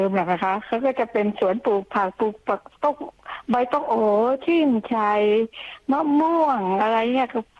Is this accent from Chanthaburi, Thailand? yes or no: no; Chachoengsao, Thailand; accent: Paet Riu; สวัสดีค่ะสำเนียง8ริ้วค่ะ